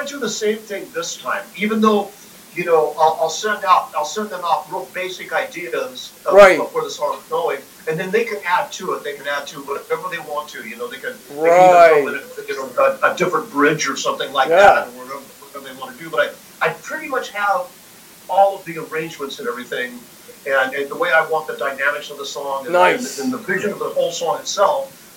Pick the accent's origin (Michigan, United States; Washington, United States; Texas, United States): Washington, United States; Seattle; I'm from Seattle, but I don't play grunge.